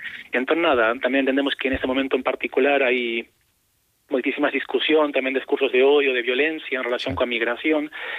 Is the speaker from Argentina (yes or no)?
yes; Argentina; now in Spain; esas persoas chegaron persoas de outros sitios, como é o meu caso, que son da Argentina.